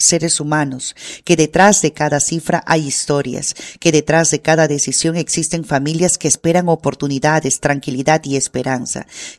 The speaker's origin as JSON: {"language": "Spanish", "country": "Peru", "said": "Que recordemos que antes que simpatizantes de una opción política, somos peruanos"}